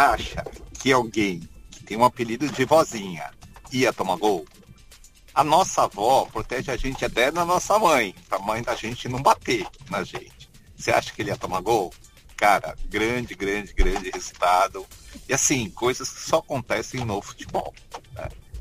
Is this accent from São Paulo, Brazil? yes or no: yes; Santos, São Paulo, Brazil; sou de Santos, chove bastante aqui na Baixada.